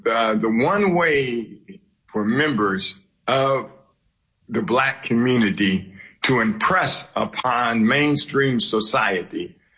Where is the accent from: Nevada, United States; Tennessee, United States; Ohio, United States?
Ohio, United States; Columbus; I grew up on North 5th Street in Columbus, Ohio